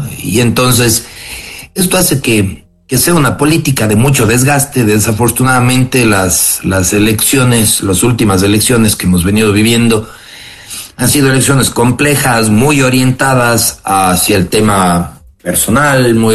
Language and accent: Spanish; Cuenca, Azuay, Ecuador; lo que verdaderamente somos los cuencanos